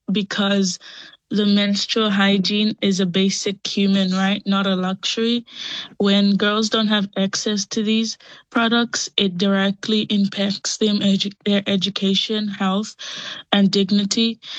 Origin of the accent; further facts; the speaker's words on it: Kadavu, Eastern Division, Fiji; I'm 13 years old and I go to North Cross Intermediate and I'm from Kandavu, Lomani Koro, Nakasaleka.